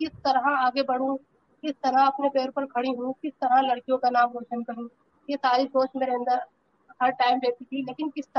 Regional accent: Rampur, Uttar Pradesh, India; और मैं रामपुर शहर के छोटे से मोहल्ले कलघर के रहने वाली हूँ।

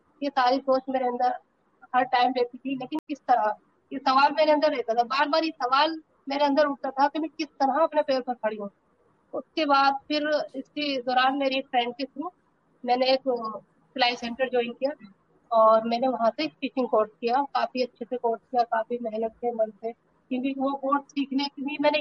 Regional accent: Rampur, Uttar Pradesh, India; और मैं रामपुर शहर के छोटे से मोहल्ले कलगत के रहने वाली हूँ।

